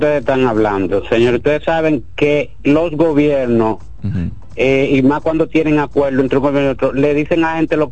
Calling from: Santo Domingo Este, Santo Domingo, Dominican Republic; Santo Domingo Este.

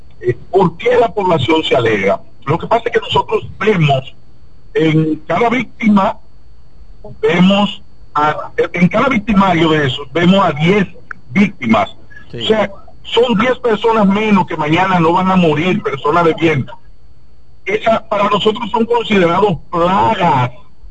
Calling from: Santo Domingo Norte, Santo Domingo, Dominican Republic; De Santo Domingo Norte

